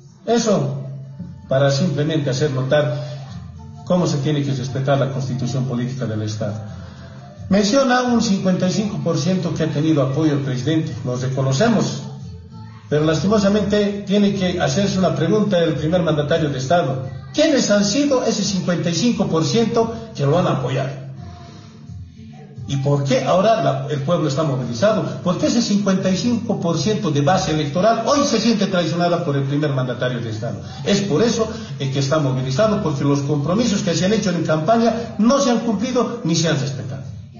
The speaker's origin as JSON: {"language": "Spanish", "country": "Bolivia"}